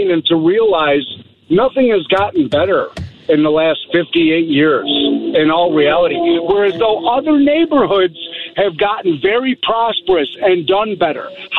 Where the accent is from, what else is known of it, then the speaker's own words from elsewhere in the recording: Chicago, Illinois, United States; I went to Steinmetz, and I grew up around the Harlem and Irving Plaza.